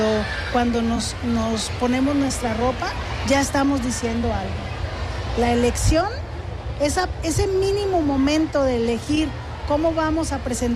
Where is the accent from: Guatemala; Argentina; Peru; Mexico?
Mexico; El Arenal, Jalisco; yo que soy del pueblo del Arenal.